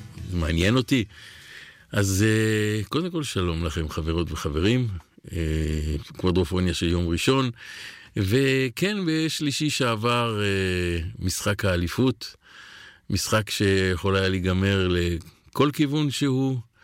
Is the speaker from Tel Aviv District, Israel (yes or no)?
yes; Tel Aviv, Tel Aviv District, Israel; אני שגדלתי ביד אליהו